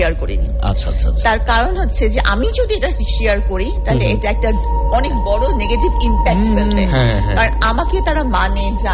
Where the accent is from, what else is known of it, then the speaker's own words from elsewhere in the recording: Dinajpur, Rangpur Division, Bangladesh; আমি উত্তরবঙ্গের মেয়ে।